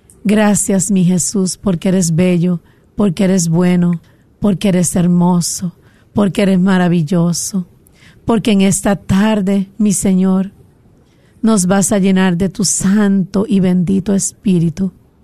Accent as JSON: {"language": "Spanish", "country": "Puerto Rico", "moved": "yes", "said": "Estaba en mi país, Puerto Rico, pero gracias a Dios ya llegué."}